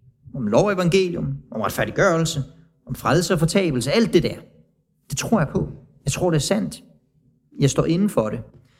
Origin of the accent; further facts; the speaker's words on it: Tanzania; Fordi jeg er vokset op i Tanzania.